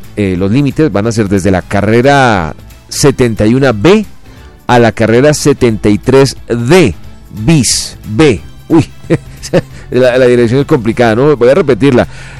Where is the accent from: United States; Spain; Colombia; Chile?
Colombia